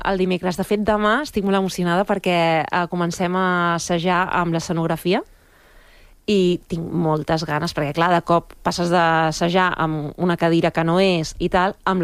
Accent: Balearic Islands, Spain; born there; accent: Majorcan; first language Central Catalan; also born or lived in Barcelona; pare madrileny, mare catalana, i jo i ma germana vam néixer a Mallorca. Llavors, a casa s'ha parlat sempre castellà i català central, però de portes a fora hem parlat sempre mallorquí. Llavors, jo, la que trepitjo la illa, doncs, xer mallorquí, i amb els meus amics xer mallorquí

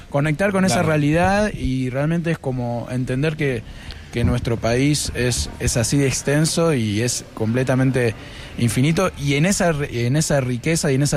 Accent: Buenos Aires, Argentina; Yo crecí en Buenos Aires, en un departamento, el ruido de los colectivos y del transporte público acá en la cabeza desde que nací.

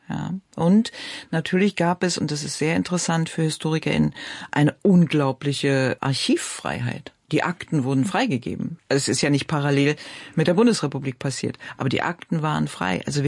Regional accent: Berlin, Germany; Ich bin an der Mauer groß geworden.

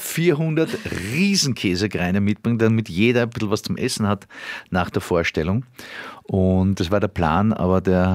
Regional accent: Lower Austria, Austria; ich bin im Bezirk Mödling aufgewachsen und dort gibt es ein Missionshaus.

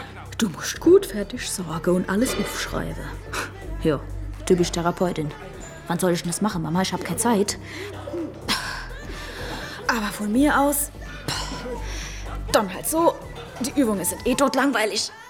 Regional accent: Landau, Germany; Eigentlich bin ich aus Landau.

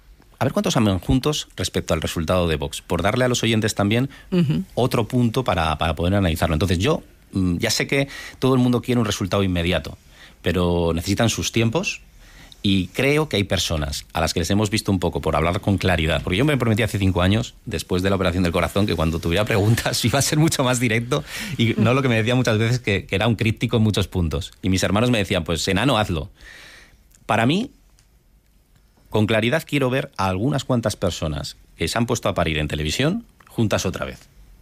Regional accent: San Sebastián, Basque Country, Spain; como sabes, soy de Donosti.

